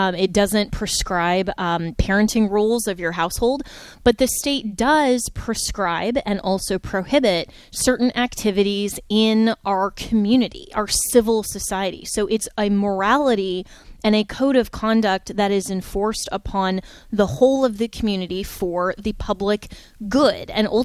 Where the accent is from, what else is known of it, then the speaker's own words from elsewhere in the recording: Florida, United States; Well, I think that perhaps my home state, the Free State of Florida, has been doing that well compared to perhaps California or New York